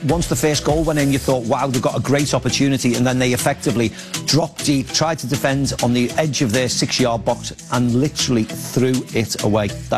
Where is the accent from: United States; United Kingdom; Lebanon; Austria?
United Kingdom; England; As galling as it is to have lost the game as an English fan